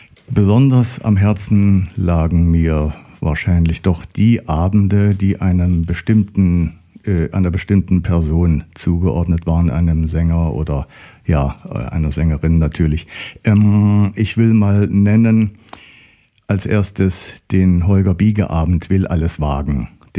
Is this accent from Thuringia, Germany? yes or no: yes; Erfurt, Thuringia, Germany; Okay, also einen großen Teil meiner Kindheit und meiner Jugend habe ich in Erfurt verlebt. Mein Vater war Pfarrer an der Thomaskirche.